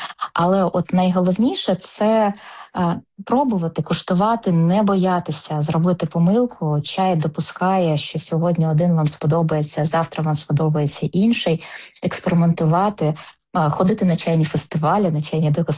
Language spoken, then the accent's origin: Ukrainian; Dnipro, Dnipropetrovsk Oblast, Ukraine; з присвятою до Дніпра. Це моє рідне місто